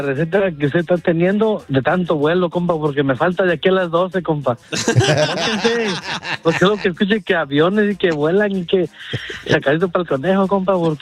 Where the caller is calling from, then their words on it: Los Angeles, California, United States; Aquí andamos en Granada Hills trabajando